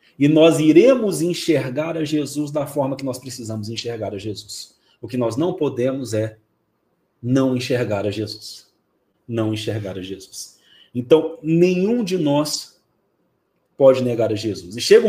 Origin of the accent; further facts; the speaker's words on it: Minas Gerais, Brazil; Carol, eu sou mineiro, né?